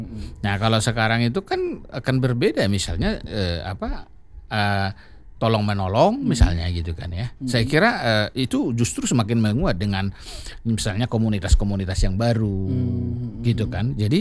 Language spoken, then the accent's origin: Indonesian; North Sumatra, Indonesia; Makna saya memahami saya sebagai orang Batak sekaligus orang Indonesia.